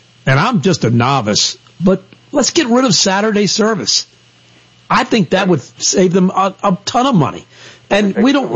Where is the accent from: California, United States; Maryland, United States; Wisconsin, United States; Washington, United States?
Maryland, United States; also born or lived in Florida; after I came back from Florida, I didn't have anywhere to live in Maryland. Okay, so I did stay with my dad for about maybe 2 months.